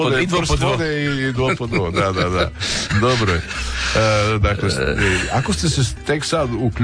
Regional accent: Pula, Istria County, Croatia; kod nas u Puli isto.

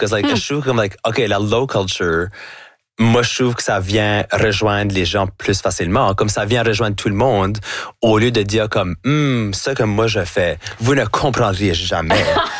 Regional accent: New Brunswick, Canada; accent: Chiac; So là, de complètement laisser ça aller, puis de faire tout ce que je fais avec mon accent, avec mon chiac. Pour moi, c'est comme, ah ben c'est bien plus fun parce que là, tout d'un coup, je peux comme apporter l'Acadie avec moi partout où j'y vais.

